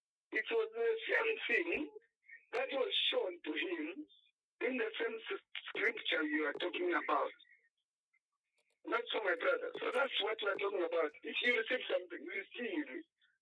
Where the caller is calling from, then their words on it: Mkushi, Central Province, Zambia; calling you from Miskishi.